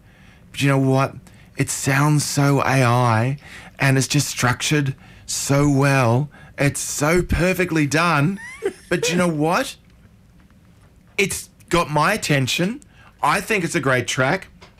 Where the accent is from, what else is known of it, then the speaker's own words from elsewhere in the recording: Brisbane, Queensland, Australia; I grew up in Fairweather Street in Brisbane, so I find that very nice.